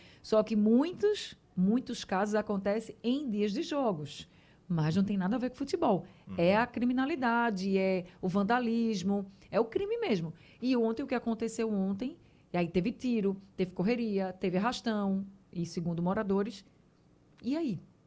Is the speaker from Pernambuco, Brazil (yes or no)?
yes; Recife, Pernambuco, Brazil; porque eu também, né, sou do Ibura, fui criada, nascida e criada lá.